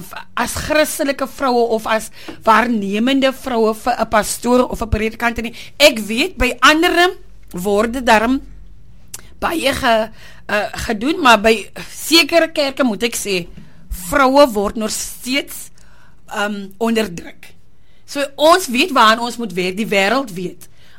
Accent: Calitzdorp, Western Cape, South Africa; ek is van Calusdorp

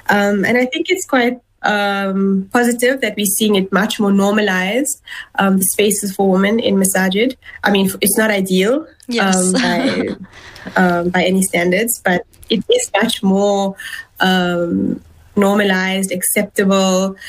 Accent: South Africa; to contribute to my society in the best way that I can, and to use my gifts and talents, you know, as a South African, as a Muslim.

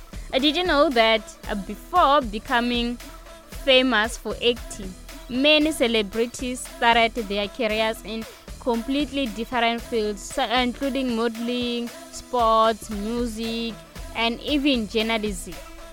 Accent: South Africa

